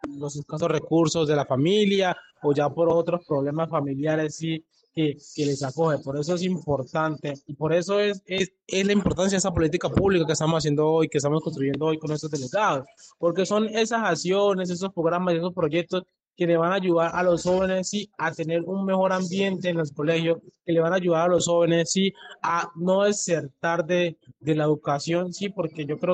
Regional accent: Buenaventura, Valle del Cauca, Colombia; Sí, pues yo soy de Buenaventura.

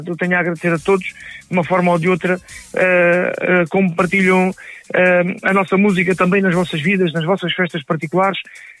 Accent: Portugal

